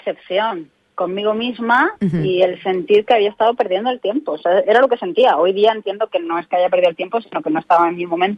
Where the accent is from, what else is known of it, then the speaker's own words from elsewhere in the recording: Elche, Valencian Community, Spain; yo estaba de alquiler aquí en Elche, de donde soy